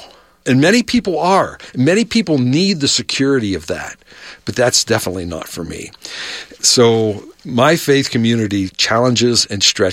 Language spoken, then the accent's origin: English; Ohio, United States; Where I grew up in Ohio and other areas that I've served, I was familiar that the LDS culture was there